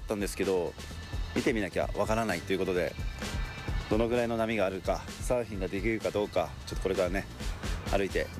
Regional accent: Kanagawa, Japan; ジープラングラーに乗ってやってきたのは、僕のね、地元湘南エリアになります。

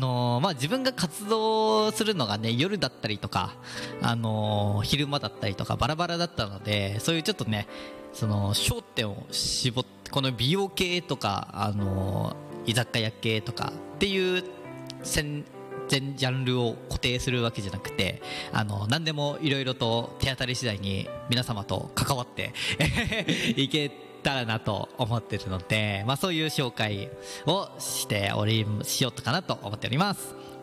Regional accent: Gyoda, Saitama, Japan; 自分の生まれ育った行田とか

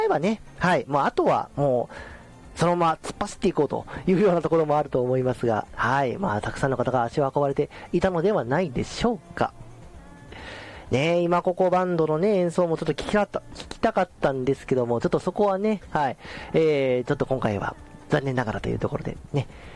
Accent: Toyooka, Hyogo, Japan; 私の地元竹野町

